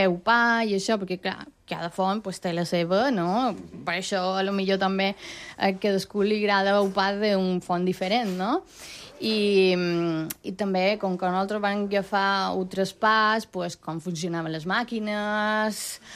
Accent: León, Castile and León, Spain; now in Pollença, Spain; Jo no som pollencina, jo fa 26 anys que visc aquí a Pollença, jo som de León

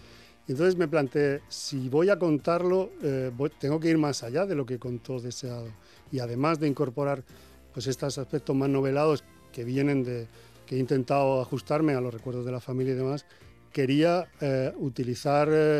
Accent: Alicante, Valencian Community, Spain; supe también que el último territorio de la República fue el puerto de Alicante, mi tierra.

